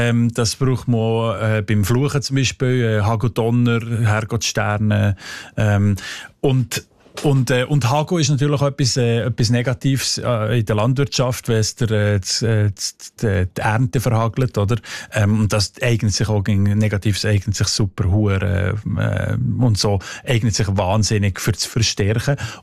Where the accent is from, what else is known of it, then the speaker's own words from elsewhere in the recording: Fribourg, Switzerland; accent: Sensler German; Was für Redewendungen als die Leute im Seislerdeutschen, also in meinem Dialekt, brauchen für betrunken sein